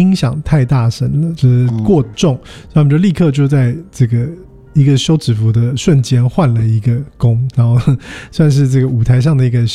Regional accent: Taiwan; 那我们台湾人出国要带什么？

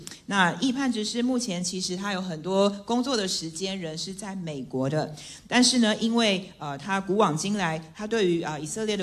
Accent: Taiwan

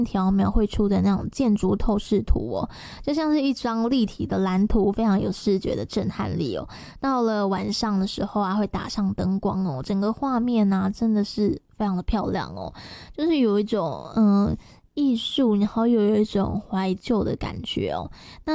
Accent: Tainan, Taiwan; 我本身是台南人嘛

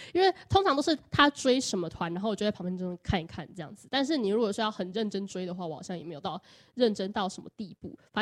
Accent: Hsinchu, Hsinchu City, Taiwan; 因为我不是住在南部的嘛，我是新竹人

